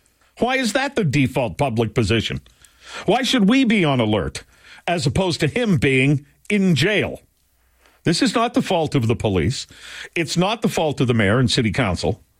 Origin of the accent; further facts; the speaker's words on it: Canada; And, you know, I grew up in Canada. I went to the United States and worked there, got into talk radio, and then came back here in 2010.